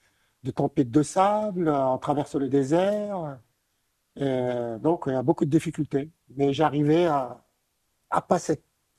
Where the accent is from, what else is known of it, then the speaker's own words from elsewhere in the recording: Morocco; born there; je suis né au Maroc